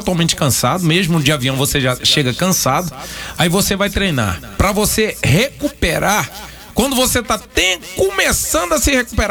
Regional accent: Rio de Janeiro, Brazil; born there; now in Goiás, Brazil; infelizmente eu sou carioca de nascença, mas sou goiano de coração.

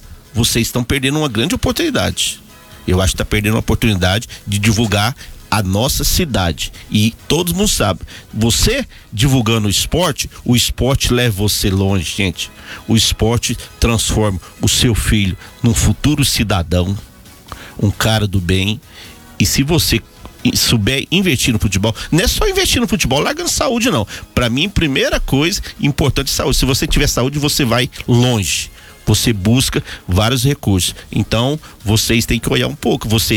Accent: Anápolis, Goiás, Brazil; eu sou, meu coração é de Anápolis, eu sou filho de Anápolis, nasci em Anápolis

